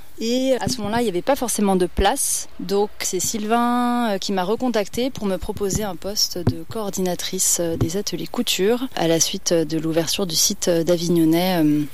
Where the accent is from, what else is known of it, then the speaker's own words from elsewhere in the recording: Auvergne-Rhône-Alpes, France; now in Trièves, France; il y a eu d'abord une envie de déménager dans le Trièves, puisque je suis originaire plutôt de la Loire.